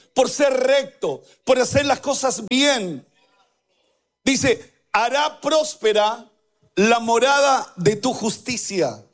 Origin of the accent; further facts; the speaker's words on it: Coronel, Biobío, Chile; Yo vengo de Schwager, de Coronel, de la zona minera del Carbón, un lugar bien pobre, un lugar donde el futuro era ser borracho y trabajar en las minas.